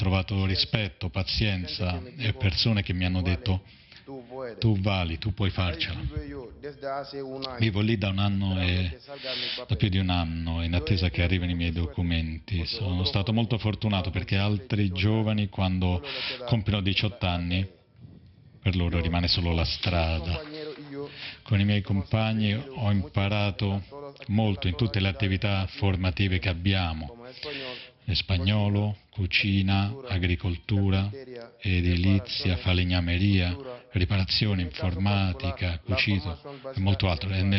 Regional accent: Senegal; now in Spain; vengo dal Senegal, ho 20 anni.

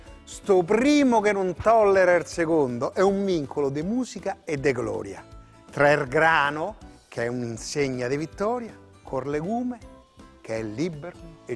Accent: Rome, Lazio, Italy; da tante generazioni, da parte di madre sì, papà era d'origine lucana, perciò. Però insomma io dico sempre che sono un romano di Roma, perché sono nato a Roma

